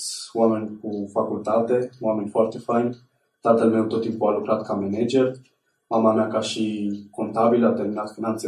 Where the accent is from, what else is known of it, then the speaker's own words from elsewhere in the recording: Drobeta-Turnu Severin, Mehedinți County, Romania; born there; Eu m-am născut în Turnu Severin, undeva pe lângă Turnu Severin, într-un sat.